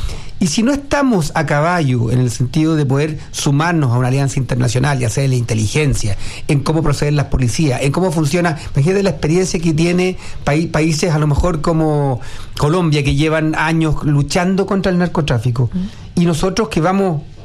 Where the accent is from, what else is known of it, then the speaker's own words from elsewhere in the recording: Huelquén, Santiago Metropolitan Region, Chile; accent: rural, guaso; Porque soy fuera de Santiago. Nací en Huelquén, vivo en Huelquén de toda la vida. Vivo en el campo, vivo adentro de un duraznal.